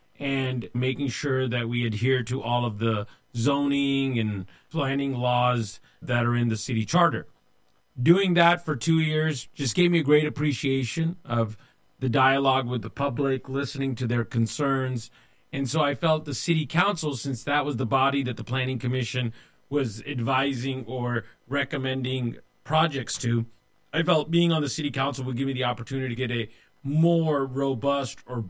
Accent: Modesto, California, United States; Both me and my brother went to public schools here in Modesto, born and raised in Modesto.

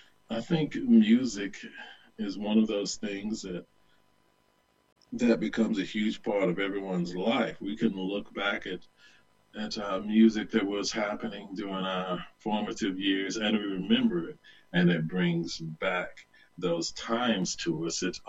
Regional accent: the South, United States; I grew up in the Bible Belt, and it's who I was. It's who I continue to be in many ways. I don't consider myself a Christian at this point

